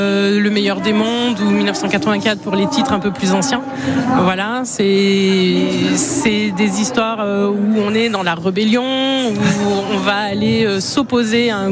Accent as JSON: {"language": "French", "town": "Grenoble", "region": "Auvergne-Rhône-Alpes", "country": "France", "tie": "born or raised there", "also_born_or_lived": "Martinique", "moved": "as an adult", "lives_now": "Bordeaux, France", "said": "Je suis née à Grenoble. J'ai vécu 24 ans. Je suis partie en Martinique. Et quand je suis rentrée sur Bordeaux."}